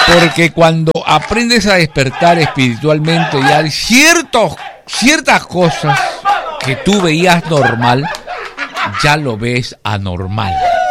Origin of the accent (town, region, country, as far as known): Peru